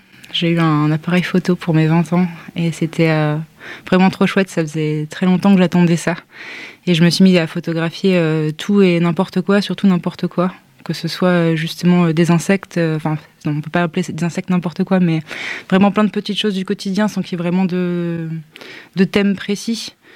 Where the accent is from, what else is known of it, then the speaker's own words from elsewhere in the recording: the north of France, France; Moi je viens du nord de la France